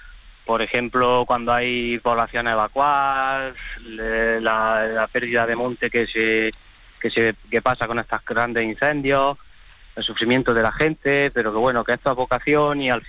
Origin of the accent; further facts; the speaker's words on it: Andalusia, Spain; nosotros venimos de un grupo de Andalucía, de varias provincias